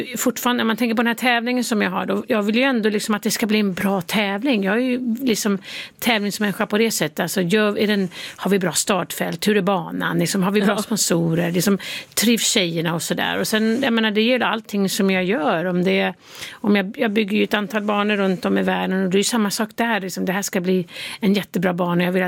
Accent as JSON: {"language": "Swedish", "country": "Sweden", "lives_now": "United States"}